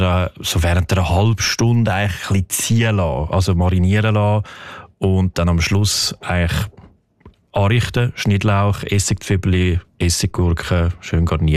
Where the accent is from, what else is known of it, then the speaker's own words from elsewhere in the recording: Switzerland; Oder bei uns in der Schweiz kennt man natürlich den Servelab besonders gut.